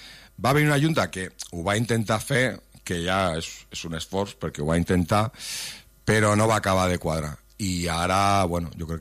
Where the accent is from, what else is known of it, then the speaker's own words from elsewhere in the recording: Catalonia, Spain; Nosaltres no som de Sant Andreu, som del Palau.